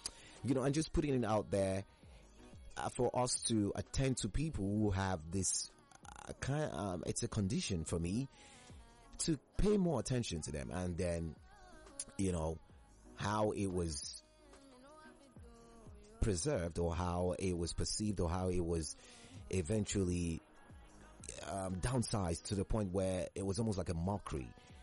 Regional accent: Nigeria; you realize that, you know, it's not so bad being the Nigerian, aside from the fact that the economy is almost like building on top of all of us as individuals.

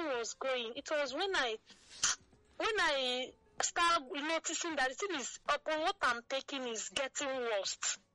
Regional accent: Lagos, Nigeria; also born or lived in Imo State; I'm from Imo State. I'm the fourth child, and I was born and brought up in Lagos.

